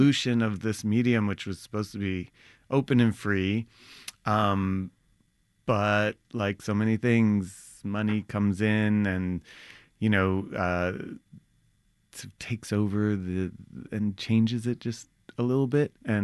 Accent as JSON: {"language": "English", "town": "New York City", "region": "New York", "country": "United States", "tie": "born or raised there", "said": "I grew up in Brooklyn as well"}